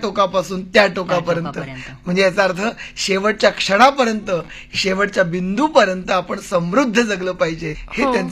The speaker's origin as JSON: {"language": "Marathi", "town": "Aurangabad", "region": "Maharashtra", "country": "India", "tie": "born or raised there", "said": "आमच्या शेजारी औरंगाबादला माझं बरंच बालपण गेलं औरंगाबादला"}